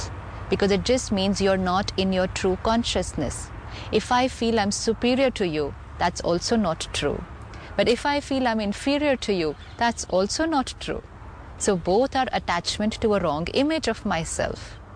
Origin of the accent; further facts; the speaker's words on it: India; I'm a female, I'm Hindu, I'm Indian, I'm engineer, I'm a Brahma Kumari, whatever, so many labels.